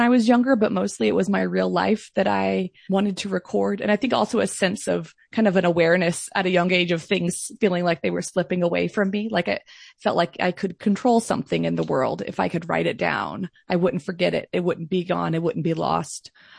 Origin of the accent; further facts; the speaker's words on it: Chattanooga, Tennessee, United States; But I think the East Brainerd at the time, growing up in like the late 80s, 90s, ear